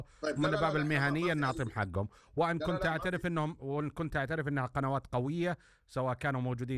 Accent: Saudi Arabia; إحنا كسعوديين

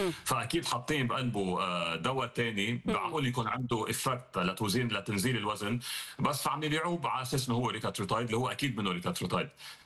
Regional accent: Lebanon

